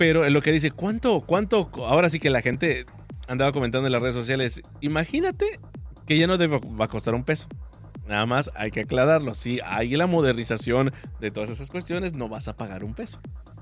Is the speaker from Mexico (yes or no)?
yes; Mexico; como mexicanos de por sí dejamos todo para último momento.